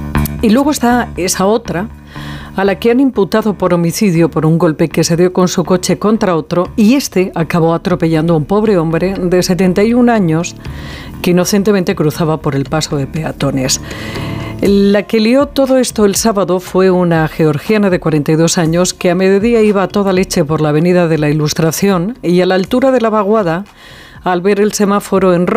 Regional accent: Alicante, Valencian Community, Spain; de la misma manera le digo como alicantina que ha dado más disgustos familiares que el testamento.

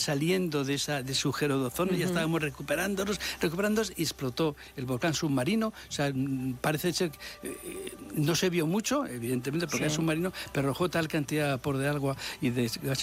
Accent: Madrid, Community of Madrid, Spain; yo como soy de Madrid, pues dije, pues normal.

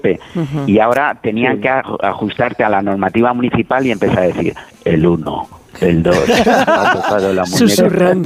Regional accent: Albacete, Castilla-La Mancha, Spain; yo me acuerdo de mis recuerdos de niño en Albacete

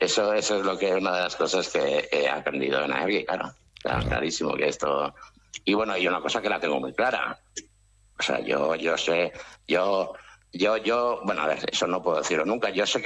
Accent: Oiartzun, Basque Country, Spain

